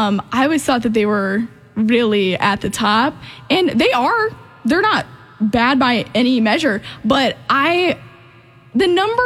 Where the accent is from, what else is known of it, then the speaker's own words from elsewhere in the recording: United States; We're American, so we should be saying soccer.